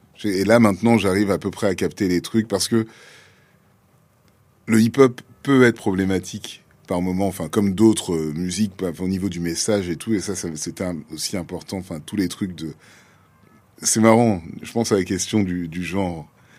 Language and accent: French; Dakar, Senegal; Donc, c'était tout parce que comme j'ai grandi à Dakar, il y a tout un pan aussi de la jeunesse diasporique que je n'ai pas forcément.